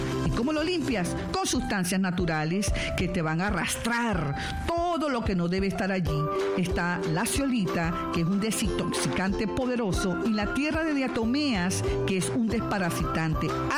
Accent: Carúpano, Sucre, Venezuela; llegando de viaje de mi pueblo natal, Carúpano, y en sintonía por la familia Plenitud 90.9.

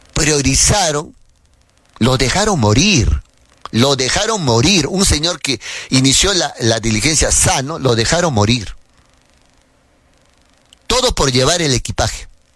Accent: Arequipa, Peru; yo que soy arequipeño, y Arequipa es región fronteriza con Cusco.

